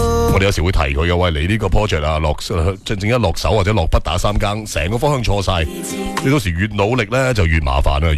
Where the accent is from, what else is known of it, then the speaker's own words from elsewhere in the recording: Guangdong, China; 粵語世界裏面啦，或者我哋係廣府人啦，亦都有唔少嘅長輩啦，包括我自己在內啦。